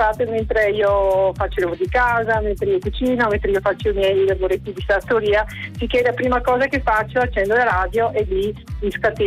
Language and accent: Italian; Veneto, Italy; accent: Venetian dialect; now in Vicenza, Italy; si parlava in dialetto, no? Il nostro dialetto veneto.